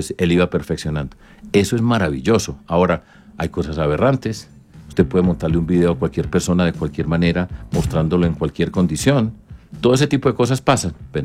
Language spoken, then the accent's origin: Spanish; Colombia; yo soy colombiano, hijo de madre